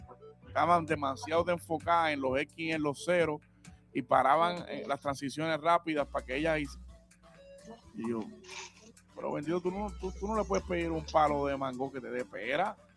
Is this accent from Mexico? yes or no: no; Cabo Rojo, Puerto Rico; yo soy de Cabo Rojo.